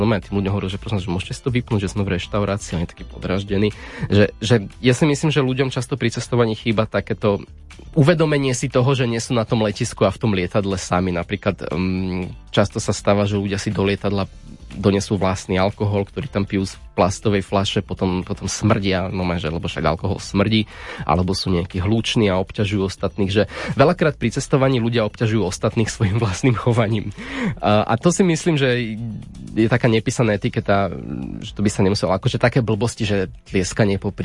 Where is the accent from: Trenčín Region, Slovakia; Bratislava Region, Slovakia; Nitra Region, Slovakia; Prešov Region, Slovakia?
Bratislava Region, Slovakia; born or raised there